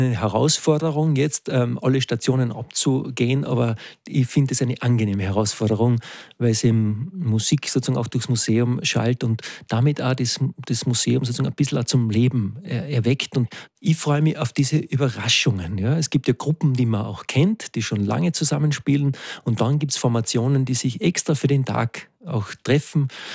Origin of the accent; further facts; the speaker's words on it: Carinthia, Austria; Also ich bin in Kärnten aufgewachsen